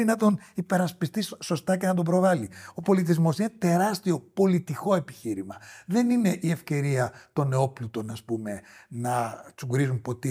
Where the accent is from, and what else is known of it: Greece